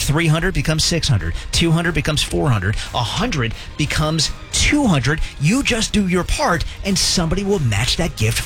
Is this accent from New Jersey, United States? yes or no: yes; New Jersey, United States; moved away; because I'm from New Jersey.